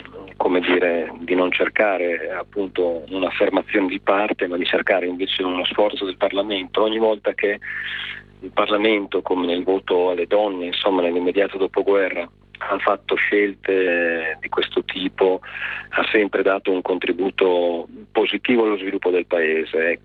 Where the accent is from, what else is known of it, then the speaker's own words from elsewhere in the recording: Reggio Emilia, Emilia-Romagna, Italy; io che sono di Reggio Emilia